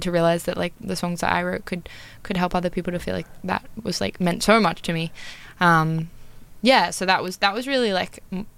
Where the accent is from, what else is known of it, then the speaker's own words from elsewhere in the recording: New South Wales, Australia; I'm from Northern New South Wales.